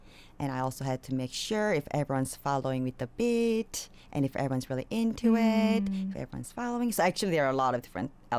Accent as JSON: {"language": "English", "country": "South Korea", "tie": "born or raised there", "said": "because he always felt like I didn't have enough time growing up in Korea."}